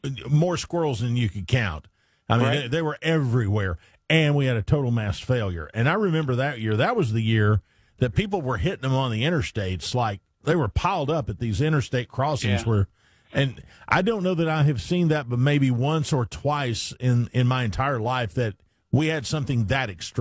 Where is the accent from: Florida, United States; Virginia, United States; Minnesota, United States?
Virginia, United States; when I was growing up in Virginia